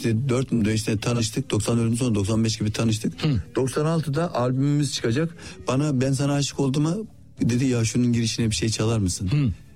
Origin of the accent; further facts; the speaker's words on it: Adana, Turkey; Canım Adana'nın ben Varoş mahallesinde işte gettosu, Koca Vezir denilen bir yerdir. Böyle orada yetiştim. Şimdi genelde Suriyeli, Afganların doldurduğu bir yer. Yani öyle bir yerde yetiştim.